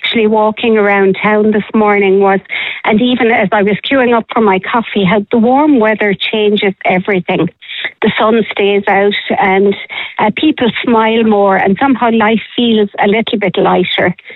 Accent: Spanish Point, Munster, Ireland; moved away; I'm actually from Spanish Point

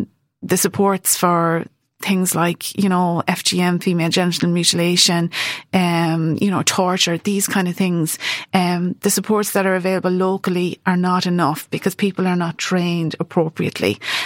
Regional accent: Carlow, Leinster, Ireland; also born or lived in Dublin; Even though I'm from Carlow, I lived in Dublin for a while

